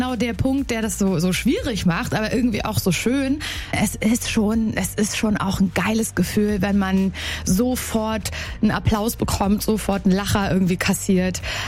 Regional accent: Parchim, Mecklenburg-Vorpommern, Germany; moved away; also so in den Ferien damals in der Kleinstadt, in MacPom. Ich komme ja aus Parchim

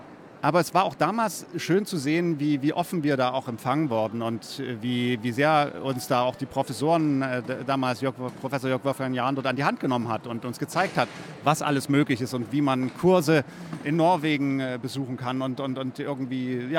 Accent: Dresden, Saxony, Germany; Studium an anderen Orten als in meiner Heimatstadt Dresden, was auch ein wunderbarer Ort zum Musikstudium war.

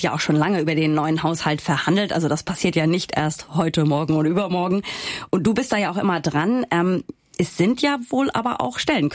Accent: Hamburg, Germany; ich als Hamburgerin

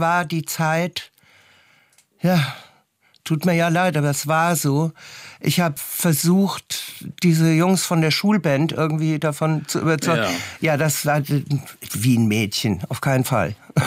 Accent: Hesse, Germany; Naja, es gab ja früher, ich bin ja aus Hessen, es gab halt Radio, normales Radio.

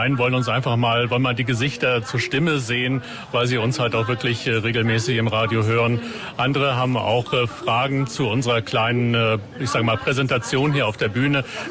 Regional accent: Lower Saxony, Germany; Meine alte Heimat ist Südniedersachsen

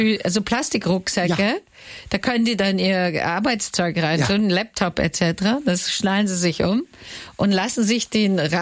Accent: Austria; Meine Partnerin Teresita Coloredo und ich, wir sind beide Österreicherin und wir sind auch noch verwandt

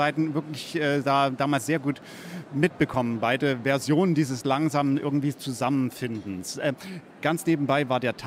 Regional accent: Dresden, Saxony, Germany; Studium an anderen Orten als in meiner Heimatstadt Dresden, was auch ein wunderbarer Ort zum Musikstudium war.

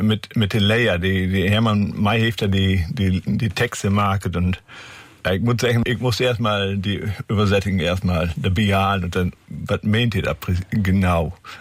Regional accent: Lower Saxony, Germany; born there; also born or lived in Beckum, North Rhine-Westphalia; now in Meppen, Germany; ich bin im Dorf groß geworden

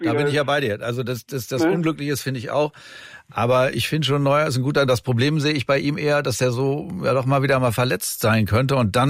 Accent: Northern Germany, Germany; auch als Norddeutscher.

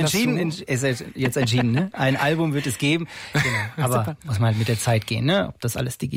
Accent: Rotenburg an der Fulda, Hesse, Germany; born there; moved away; Gebürtig aus Rotenburg an der Fulda.

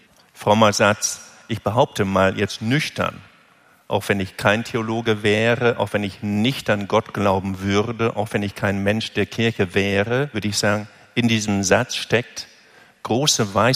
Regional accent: Lower Saxony, Germany; Ich bin auf dem Bauernhof geboren. Emsland, Nordwestdeutschland, in der Nähe zum Münsterland.

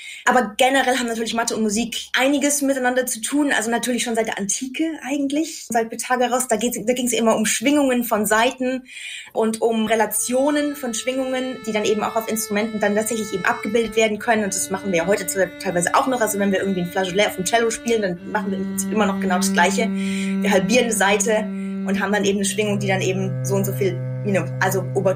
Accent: Munich, Bavaria, Germany; moved away as an adult; also born or lived in Heidelberg / London; now in Manchester, United Kingdom; ich bin also ursprünglich aus München

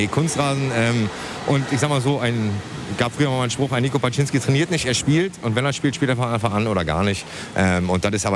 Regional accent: Hamburg, Germany; da sind wir alle Hamburger noch

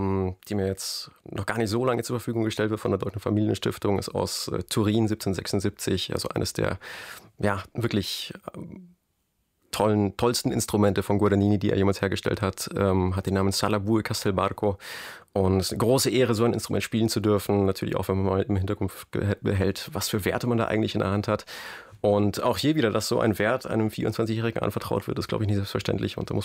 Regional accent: Bavaria, Germany; Als Bayer ist man dann natürlich ein bisschen automatisch schon naturgebunden mit den Alpen vor der Haustür.

